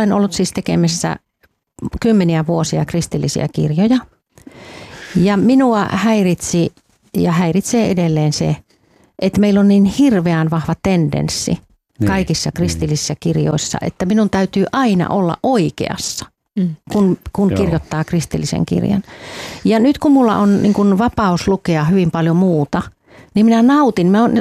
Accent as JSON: {"language": "Finnish", "town": "Helsinki", "region": "Uusimaa", "country": "Finland"}